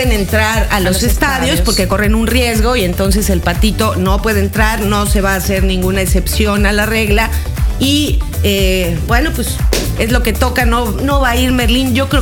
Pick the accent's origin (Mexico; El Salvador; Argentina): Mexico